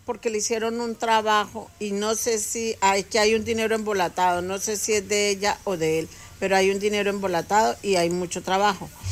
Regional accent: Colombia; tarotista colombiana

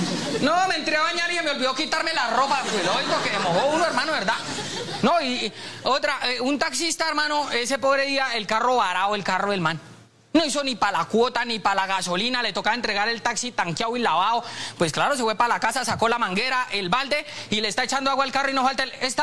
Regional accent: Santander, Colombia; soy santandereano

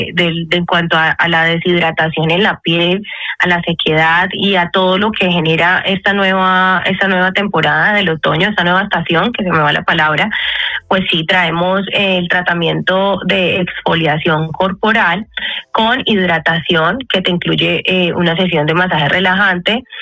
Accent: Cali, Valle del Cauca, Colombia; O sea, yo soy así, una caleña arrebatada, y me gustan los colores así

